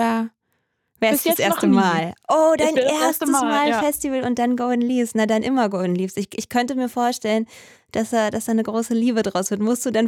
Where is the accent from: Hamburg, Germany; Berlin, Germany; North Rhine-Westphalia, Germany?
Berlin, Germany; Ich bin ja auch Berlinerin